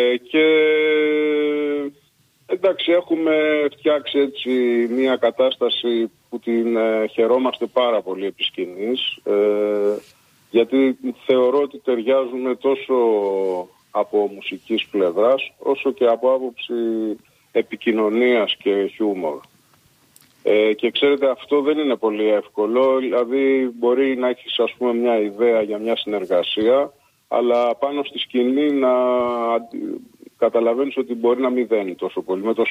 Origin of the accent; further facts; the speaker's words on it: Piraeus, Attica, Greece; born there; Μία διόρθωση, δεν γεννήθηκα στα Χανιά, γεννήθηκα στον Πειραιά.